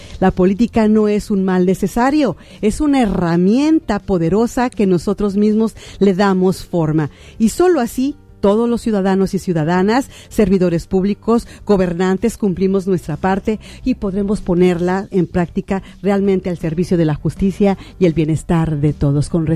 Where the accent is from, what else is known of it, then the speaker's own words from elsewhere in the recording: Sinaloa, Mexico; nos desafía directamente como mexicanos y sinaloenses